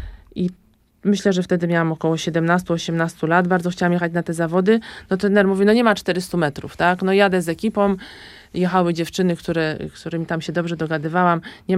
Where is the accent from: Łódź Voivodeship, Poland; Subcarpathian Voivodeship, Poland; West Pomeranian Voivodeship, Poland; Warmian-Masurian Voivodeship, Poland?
Łódź Voivodeship, Poland; Łódź; Zawsze mieszkałam w Łodzi, jestem rodowitą łodzianką